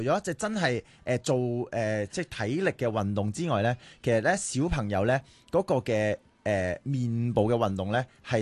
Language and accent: Cantonese; Guangdong, China; 我哋廣東人多啲發音咧好啲嘅